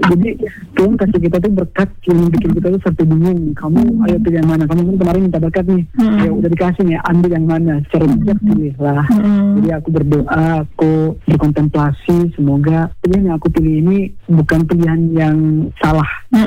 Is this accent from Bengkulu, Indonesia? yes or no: no; Rote Ndao, East Nusa Tenggara, Indonesia; now in Kupang, Indonesia; daerah aku berasal, yaitu Nusa Tenggara Timur, terlebih khususnya di Rotendao.